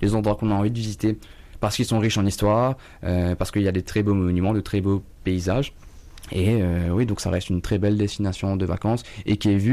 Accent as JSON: {"language": "French", "country": "France", "lives_now": "Mauritius", "said": "Déjà, en tant que Français, aller en Europe, c'est très facile parce qu'on peut voyager librement."}